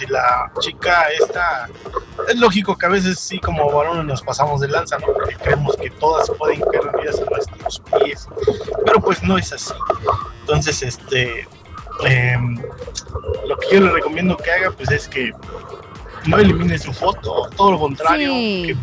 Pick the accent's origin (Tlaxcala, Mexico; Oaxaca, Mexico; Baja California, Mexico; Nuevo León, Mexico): Tlaxcala, Mexico